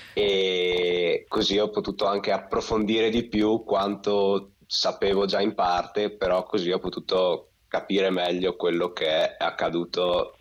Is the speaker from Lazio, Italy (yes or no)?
no; Friuli-Venezia Giulia, Italy; essendo friulano e abitando in Friuli